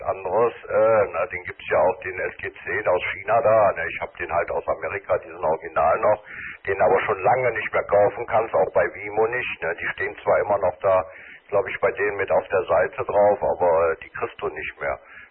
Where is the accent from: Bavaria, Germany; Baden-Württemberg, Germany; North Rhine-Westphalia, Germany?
North Rhine-Westphalia, Germany; Cologne; als Kölner, ne? Ich bin ja katholisch, ne?